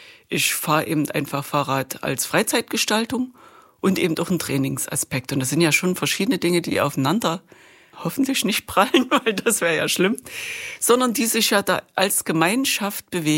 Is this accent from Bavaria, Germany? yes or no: no; Chemnitz, Saxony, Germany; ich bin Chemnitzer Künstlerin und auch die Vorsitzende vom Chemnitzer Künstlerbund.